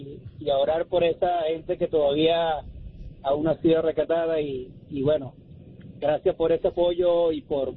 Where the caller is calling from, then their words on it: Texas, United States; por acá, desde West Texas.